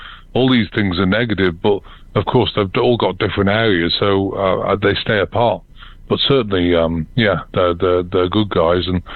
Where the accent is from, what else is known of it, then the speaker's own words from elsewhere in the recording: United Kingdom; accent: British; now in United States; Well, actually, I'm American. I became a citizen in 2017, but I've still got a British accent